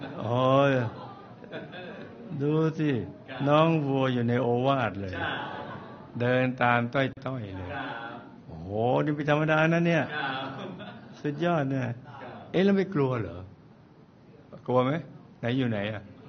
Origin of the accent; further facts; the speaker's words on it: Khon Kaen, Thailand; also born or lived in Phetchabun; หลวงพ่อครับผมเกิดได้ไม่นานครอบครัวก็ย้ายมาปักหลักที่ขอนแก่นชีวิตวัยเด็กของผม